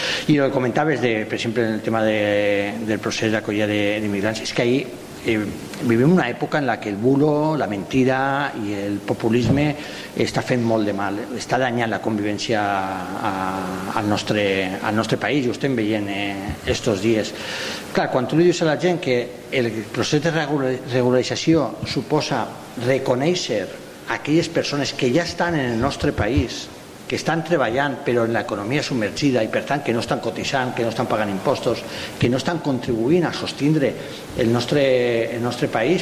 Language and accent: Catalan; Alcoy, Valencian Community, Spain